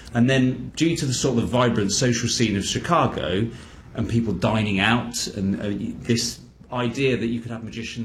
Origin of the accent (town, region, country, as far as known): United Kingdom